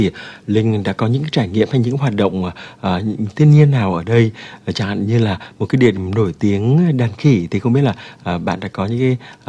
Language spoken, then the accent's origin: Vietnamese; Mekong Delta, Vietnam; Anh vốn là sinh trưởng ở miền Nam thì ngày bé ở miền Tây, ở Vĩnh Long, Bến Tre